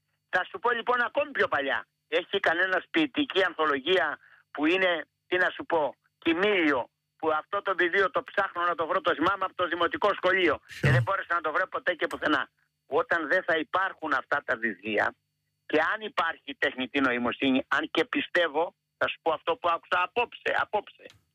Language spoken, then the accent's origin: Greek; Kalavryta, Peloponnese, Greece; γιατί κατάγομαι από Πελοπόννησο, Μανώλη, και από Καλάβρητα, Μανώλη